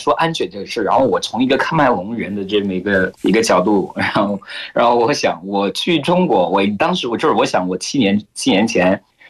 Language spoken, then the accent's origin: Chinese; Cameroon; Chinese is a second language; now in China; 然后我每次回家可能一两三天会觉得哦，我疯狂吃喀麦隆的美食，然后我说哎